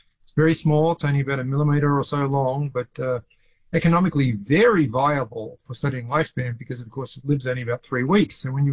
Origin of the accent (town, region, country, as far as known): Australia; born or raised there